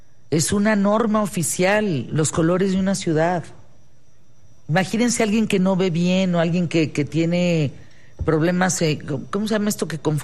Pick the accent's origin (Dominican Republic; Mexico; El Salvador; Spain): Mexico; Conozco todo mi país